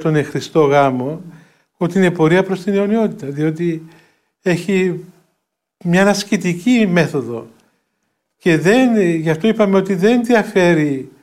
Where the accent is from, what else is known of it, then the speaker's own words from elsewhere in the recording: Greece; έχουμε την ευλογία να είμαστε Έλληνες